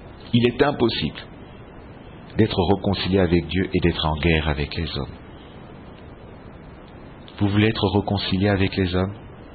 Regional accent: DR Congo; C'est vrai que sur ma carte d'identité, je suis congolais.

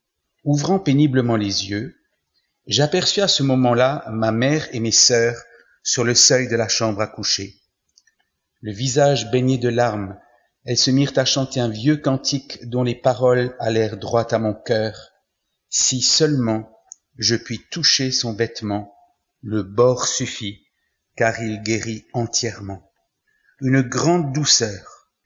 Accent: Mulhouse, Grand Est, France; born there

